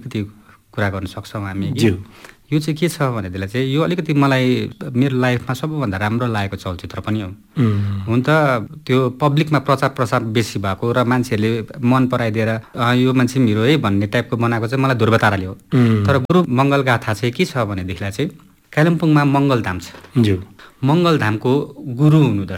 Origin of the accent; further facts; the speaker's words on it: Mirik, West Bengal, India; हामी गाउँबाट मिरिक बस्ती, मेरो गाउँ हो